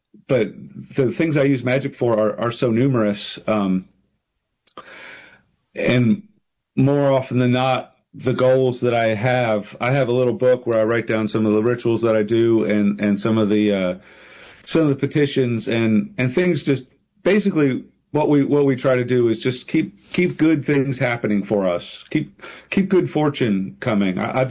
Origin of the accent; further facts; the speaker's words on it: Pennsylvania, United States; moved away; No, I'm originally from Pennsylvania.